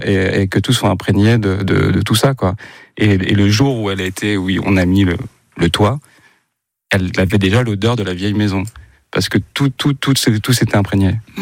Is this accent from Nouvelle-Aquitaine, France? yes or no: no; Boulogne-sur-Mer, Hauts-de-France, France; Et un jour, il y a eu un tournage qui s'est fait là d'où je viens, de Boulogne-sur-Mer